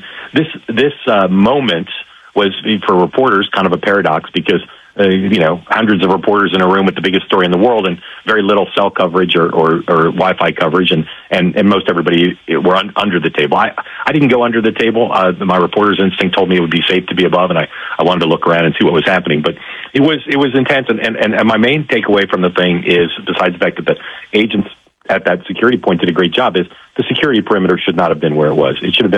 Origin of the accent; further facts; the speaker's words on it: United States; You know, I'm an American, and I'm a dad and a husband, but also a reporter.